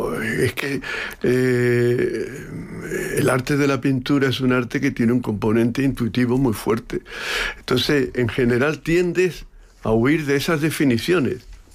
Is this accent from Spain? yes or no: yes; Cádiz, Andalusia, Spain; also born or lived in Seville; yo soy gaditano